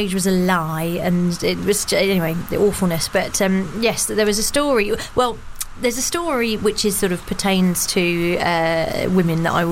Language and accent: English; Croydon, London, United Kingdom; moved away; I grew up in Croydon in South London.